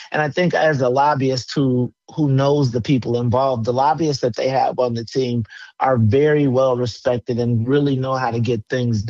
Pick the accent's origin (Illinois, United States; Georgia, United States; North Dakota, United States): Illinois, United States; Chicago; I'm from Chicago